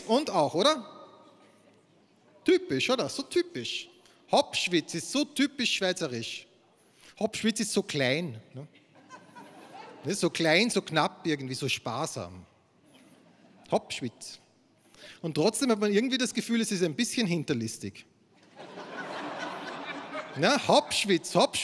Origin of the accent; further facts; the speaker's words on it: Austria; ich komme aus Österreich